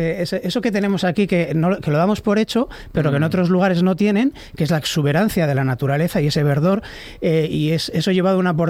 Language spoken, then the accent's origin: Spanish; Bilbao, Basque Country, Spain; yo soy de Recalde y entonces yo he estudiado en la Ikastola Urretxindorra y en San Adrián, cuando no existía Miribilla